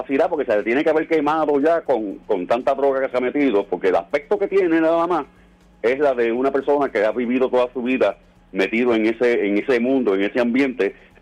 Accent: Fajardo, Puerto Rico; siempre he destacado el hecho de que soy de Fajardo, soy un Cariduro de verdad, de Fajardo, y a gloria de Dios la tengo.

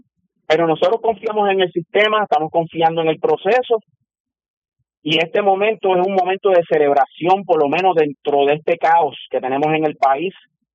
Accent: Puerto Rico; lo que somos, caribeños, puertorriqueños

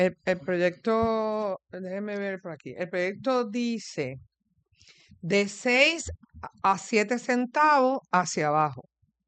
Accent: Mayagüez, Puerto Rico; born there; digo yo, que nací en Mayagüez, es que vamos a terminar redondeando el precio en la venta

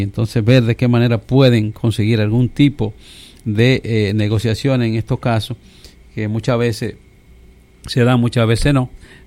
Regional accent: Dominican Republic; en nuestro país y en todas partes, en República Dominicana

